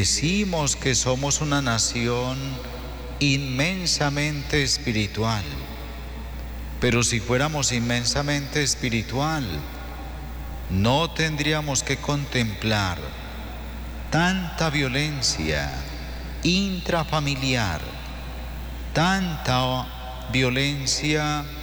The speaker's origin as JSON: {"language": "Spanish", "country": "Colombia", "said": "nosotros como pueblo colombiano"}